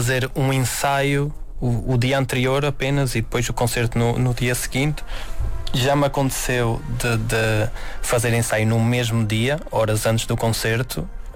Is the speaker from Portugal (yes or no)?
yes; Celorico da Beira, Centro, Portugal; moved away; na minha terra, em Celorico da Beira.